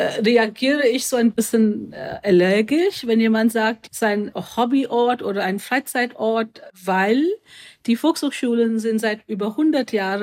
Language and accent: German; Mumbai, Maharashtra, India; German is a second language; moved away as an adult; now in Berlin, Germany; und wohne seit knapp 12 Jahren in Berlin. Ich bin in Mumbai aufgewachsen, Ende 80er, Anfang 90er.